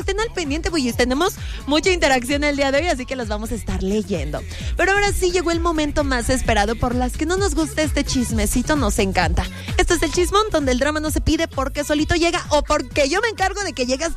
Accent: Mexico

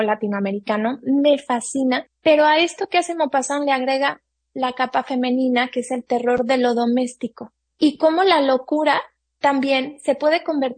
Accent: Guanajuato, Mexico; es la reacción que yo tengo por lo regular cuando comento que soy de ahí.

